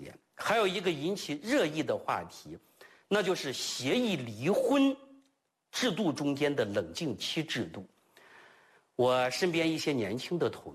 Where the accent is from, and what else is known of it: China